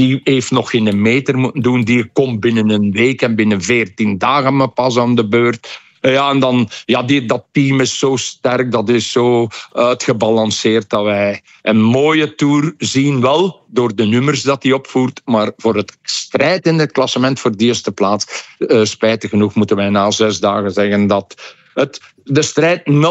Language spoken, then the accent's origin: Dutch; Belgium; Voor mij, als Belg, zijnde